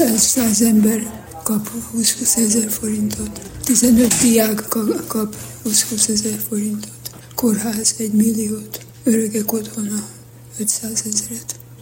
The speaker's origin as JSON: {"language": "Hungarian", "town": "Berehove", "region": "Zakarpattia Oblast", "country": "Ukraine", "tie": "born or raised there", "moved": "yes", "lives_now": "Hungary", "said": "Itt születtem"}